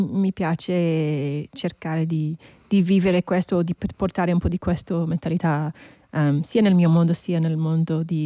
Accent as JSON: {"language": "Italian", "country": "Ireland", "tie": "born or raised there", "second_language": "Italian", "moved": "yes", "said": "io sono stata cresciuta in Irlanda con la musica folk"}